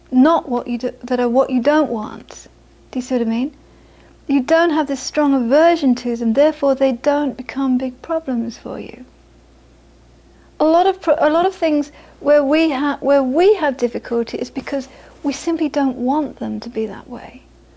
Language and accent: English; India; moved away; also born or lived in Florida; experience of being 7 years in Florida, because I'm coming from India